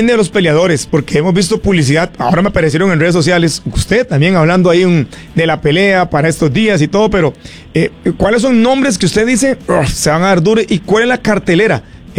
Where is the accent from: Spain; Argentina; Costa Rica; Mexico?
Costa Rica; Turrialba, Cartago; yo que soy de Turrialba